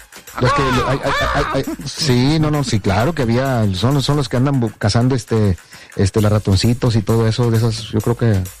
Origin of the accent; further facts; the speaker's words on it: Aguascalientes, Mexico; No, soy de aquí de Aguascalientes, el chupacabras.